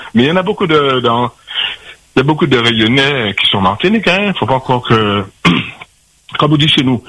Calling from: Saint-Denis, Réunion; Déjà, je vis avec une réunionnaise. J'habite à Belle-Pierre. Je vis avec une réunionnaise.

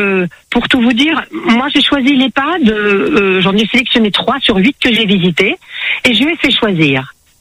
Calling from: Paris, Île-de-France, France; moi j'habite sur Paris à Montmartre

